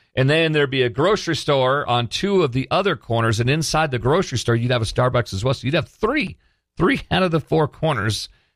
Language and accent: English; Seattle, Washington, United States; I grew up in Seattle.